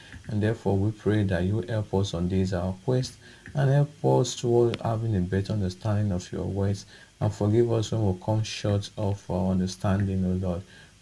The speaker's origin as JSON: {"language": "English", "town": "Okada", "region": "Edo", "country": "Nigeria", "said": "from Okada Town, Edo State, Nigeria, and it's a pleasure to be here once again"}